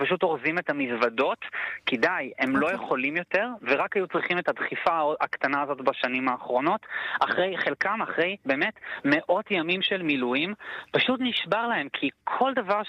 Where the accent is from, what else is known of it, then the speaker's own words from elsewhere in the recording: England, United Kingdom; now in Israel; תראה, אני גדלתי בחול, גדלתי באנגליה, למדתי בבית ספר לא בארץ, והחלטתי להיות כאן רופא.